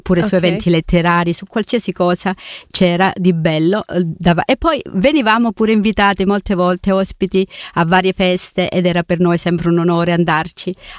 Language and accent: Italian; San Pietro a Maida, Calabria, Italy; moved away as an adult; now in Switzerland; Se vuoi sapere il paese, non mi vergogno a dirlo, San Pietro a Maida di Catanzaro. Io sono onorata di essere di San Pietro a Maida. È il mio paese nativo, dove sono nata e cresciuta. Io sono venuta da grande qua in Svizzera.